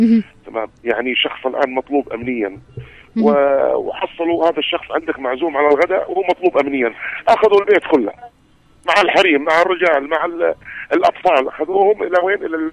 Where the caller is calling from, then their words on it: Al Mahrah, Yemen; من محافظة المهرة تابعكم.